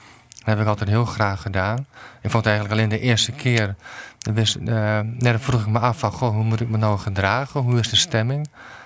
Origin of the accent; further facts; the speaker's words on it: Overijssel, Netherlands; Ik ben geboren en getogen in, in Twente. En dus mijn achternaam is ook een echt typisch Twentse naam. En … is, dat heb ik gekregen van mijn ouders.